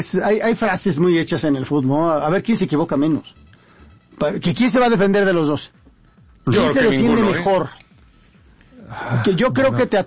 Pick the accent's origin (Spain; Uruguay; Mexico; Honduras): Mexico; mi familia es de allá, yo soy mexicano y me hubiera gustado más que hubiera ganado México, claro.